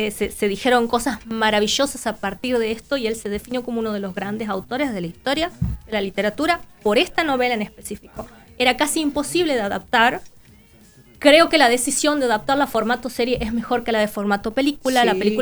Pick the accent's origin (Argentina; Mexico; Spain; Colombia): Argentina; Nosotros somos argentinos, vivimos en otra parte del mundo.